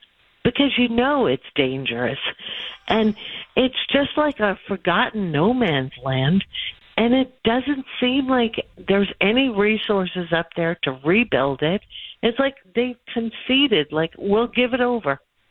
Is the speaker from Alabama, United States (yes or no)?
no; Boston, Massachusetts, United States; I grew up in Boston. I don't live there anymore, but I work there every day.